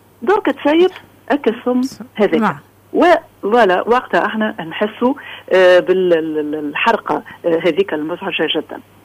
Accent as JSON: {"language": "Arabic", "country": "Tunisia", "accent": "Tunisian", "said": "بلهجتنا احنا التونسية"}